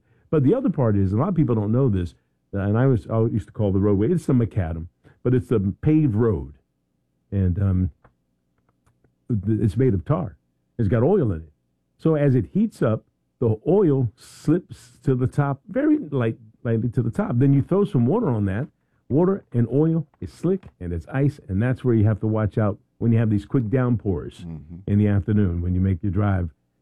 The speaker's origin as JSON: {"language": "English", "town": "Philadelphia", "region": "Pennsylvania", "country": "United States", "said": "I'm from Philly. I picked tomatoes. We used to get on the bus and drive out to Jersey and pick the Jersey tomatoes."}